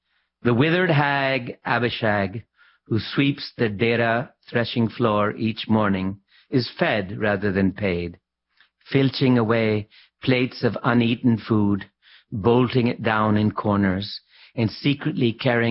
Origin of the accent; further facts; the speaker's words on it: Lahore, Punjab, Pakistan; I was brought up in Lahore, and we had these, you know, wonderful old you know, they're called servants, I guess.